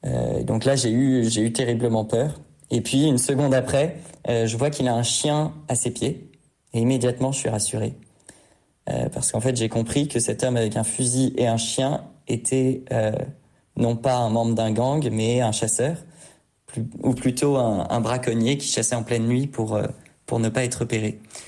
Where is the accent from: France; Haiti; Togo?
France; Jamais je n'ai ouvert ma porte, chez moi en France, à un inconnu, en disant, vous êtes ici, chez vous.